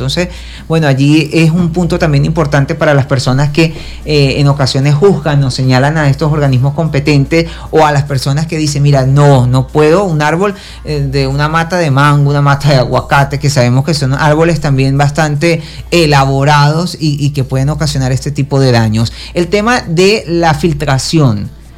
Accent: Venezuela; Todos somos hermanos venezolanos y nos sentimos afectados

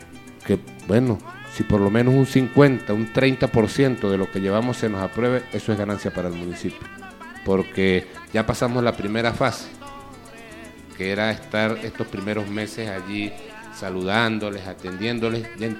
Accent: Mucutuy, Mérida, Venezuela; muy contento de poder estar acá en Mucutuy, de poder estar acá en mi pueblo, de poder estar en mi tierra.

